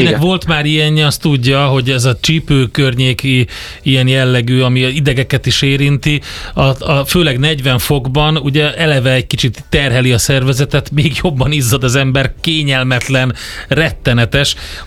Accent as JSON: {"language": "Hungarian", "country": "Hungary", "said": "hogy kifigyelték, hogy mi magyarok vagyunk"}